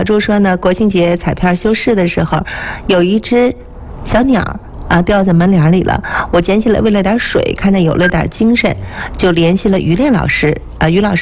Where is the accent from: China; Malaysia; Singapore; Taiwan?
China; Northeast China; 我那时候作为土生土长的东北人